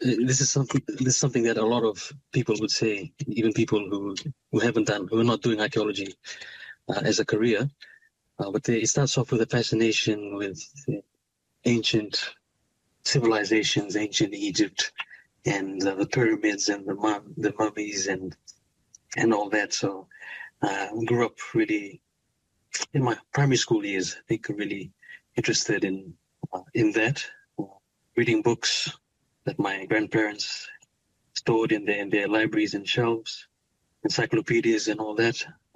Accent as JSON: {"language": "English", "country": "Fiji", "tie": "born or raised there", "moved": "as an adult", "said": "But yes, so I spent most of my time growing up in Fiji, and only left in 2018 for my undergraduate studies."}